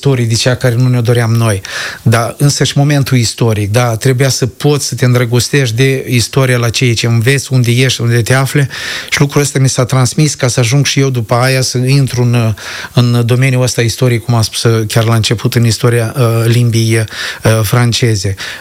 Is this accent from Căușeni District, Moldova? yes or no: yes; Fârlădeni, Căușeni District, Moldova; moved away as an adult; also born or lived in Tiraspol; În satul meu, din fârlădenii mei, din Căușeni, dar eu sunt din Șesu Popii de la Fârlădeni